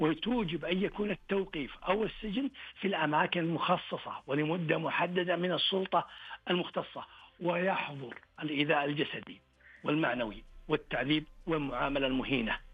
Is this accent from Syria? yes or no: no; Saudi Arabia